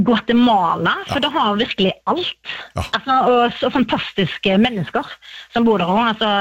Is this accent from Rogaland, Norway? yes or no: yes; Vormedal, Rogaland, Norway; Nei, jeg kommer fra Fastlandskarmøy, eller Vormedal på Karmøy.